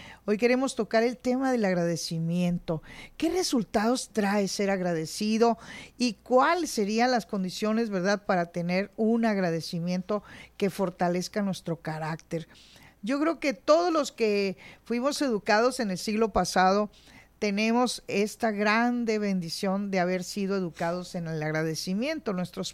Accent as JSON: {"language": "Spanish", "country": "Mexico", "said": "Somos los mexicanos, comemos frijoles, pues, desde niños"}